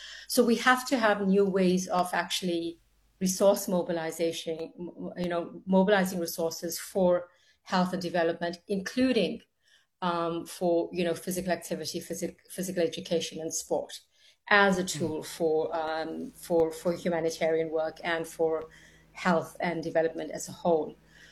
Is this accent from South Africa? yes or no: yes; South Africa; as a South African woman